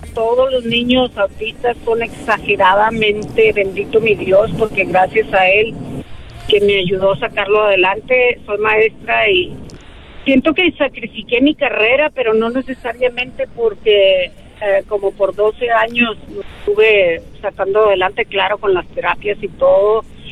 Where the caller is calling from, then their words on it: Houston, Texas, United States; Hablo desde Houston, Texas.